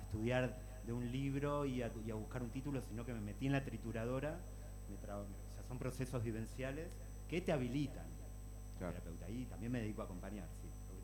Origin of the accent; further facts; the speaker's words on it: Rosario, Santa Fe, Argentina; moved away as an adult; now in Barcelona, Spain; Nací en Rosario, crecí hasta los 23 años, dije basta, me piro de acá, y me fui a Barcelona y nunca más volví.